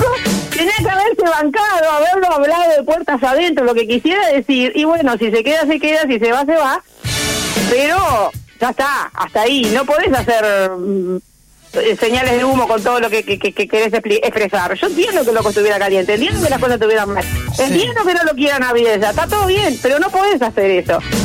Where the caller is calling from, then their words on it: Cuchilla Alta, Canelones, Uruguay; de Cuchilla Alta